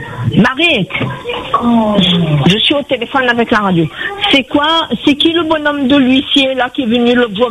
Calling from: Mauritius; Mon père était mauricien et moi aussi, je suis une mauricienne. Ma mère était réunionnaise.

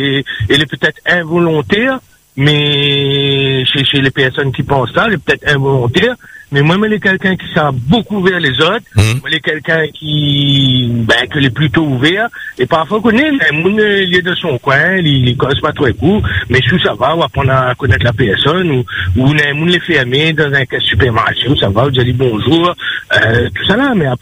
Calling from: Réunion

